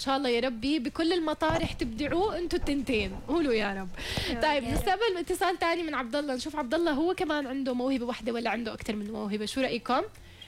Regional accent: Jordan; هو في اكثر من نادي عندنا في الاردن

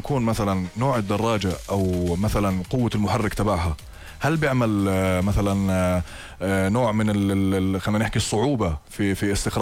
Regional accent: Jordan; يعني احنا عندنا في الأردن هذه الثقافة منتشرة جدا بصراحة

